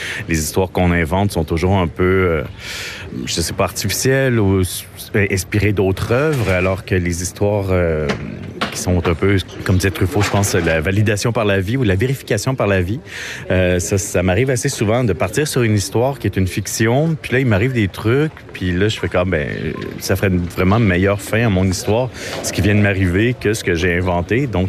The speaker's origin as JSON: {"language": "French", "town": "Île d'Orléans", "region": "Quebec", "country": "Canada", "lives_now": "Montreal, Canada", "said": "je suis originaire de l'île d'Orléans, j'habite à Montréal maintenant."}